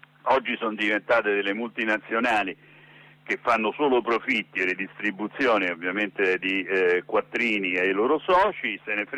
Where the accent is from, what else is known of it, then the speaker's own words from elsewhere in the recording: Rome, Lazio, Italy; non essere possessivi in quanto romani